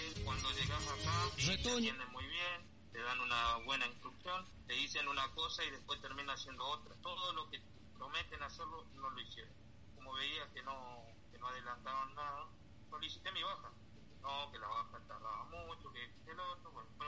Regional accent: Argentina; moved away as an adult; now in Ukraine; Me arrepiento de haber dejado a mi familia allá. Veré cómo hago y me iré de vuelta a la Argentina y lucharé ahí en mi país para sobrevivir.

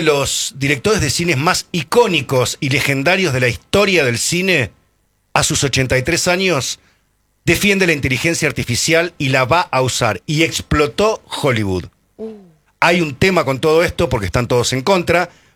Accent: Santa Fe Province, Santa Fe, Argentina; moved away; En la provincia de Santa Fe.

